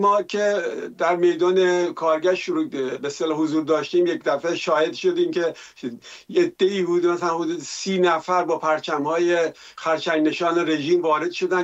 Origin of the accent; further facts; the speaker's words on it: Karaj, Alborz, Iran; now in Norway; حتی شهیده بودن شهر خودمون کرج،